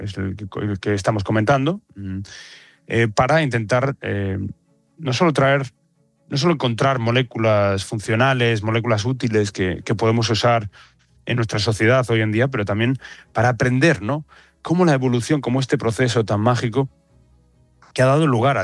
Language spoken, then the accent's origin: Spanish; Spain; yo creo que todos como españoles, yo creo que y como habitantes del mundo